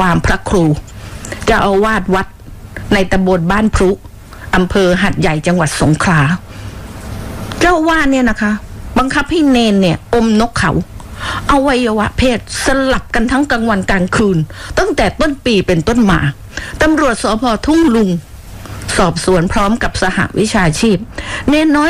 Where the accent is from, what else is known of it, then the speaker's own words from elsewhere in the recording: Phuket, Thailand; born there; ดิฉันนี่เกิดมาเป็นคนภูเก็ตโดยกำเนิดนะเกิดถนนดีบุก